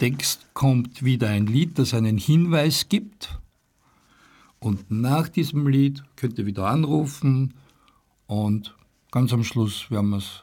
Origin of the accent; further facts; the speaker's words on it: Vienna, Austria; accent: Viennese; also born or lived in Hernals, Vienna; Favoriten aufgewachsen, aber geboren in Herneus.